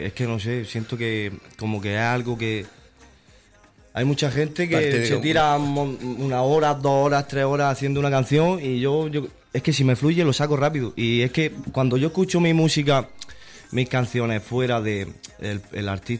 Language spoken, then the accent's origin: Spanish; Alguazas, Region of Murcia, Spain; un día yo me he juntado con un chaval de ahí, de mi pueblo, de Alguaza